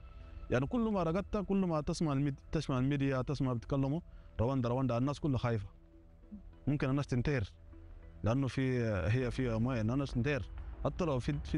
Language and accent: Arabic; Sudan; moved away; لأنه أنا من حركت من السودان نفسيتي يعني أنا عايش 21 سنة في المعاناة